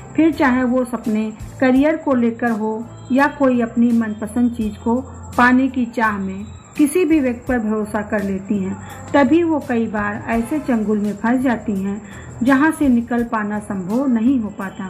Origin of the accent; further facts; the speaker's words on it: Kanpur, Uttar Pradesh, India; मैं कानपुर से हूँ।